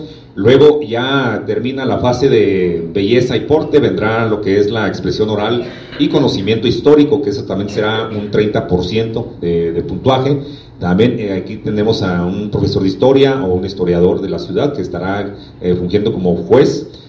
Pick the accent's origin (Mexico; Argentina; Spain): Mexico; gracias por ayudarnos a enlazarnos a lo que nos une como mexicanos en este mes próximo ya de las fiestas patrias.